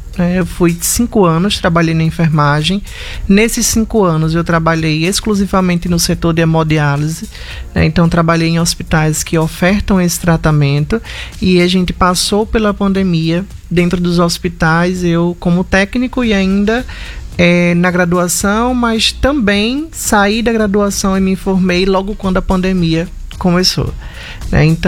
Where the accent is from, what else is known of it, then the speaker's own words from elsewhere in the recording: Triunfo Potiguar, Rio Grande do Norte, Brazil; also born or lived in Mossoró; Eu sou de Triunfo Potiguar. Triunfo Potiguar é uma cidade aqui do interior de 3 mil habitantes. É uma cidade pequena e aí eu me mudo em 2014 para uma cidade de 300 mil habitantes, que é Mossoró